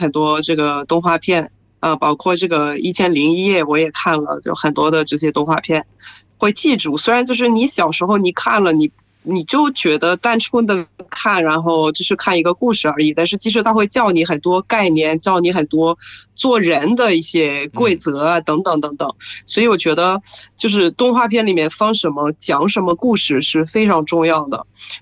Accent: France; Chinese is a second language; 我是来自法国的

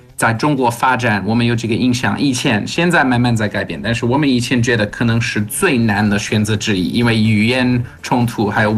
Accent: South Africa; Chinese is a second language; moved away as an adult; now in Nantong, China; 特别是对我们南非人来说，

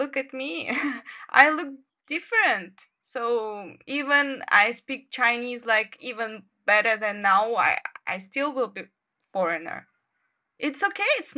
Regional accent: Kazakhstan; English is a second language; But I'm from Kazakhstan. And I really like Shandong because there is, I can see the sea. Because in Kazakhstan, there is no sea.

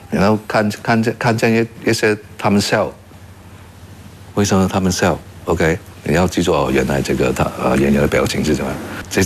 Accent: China; 就因为我是中国人的

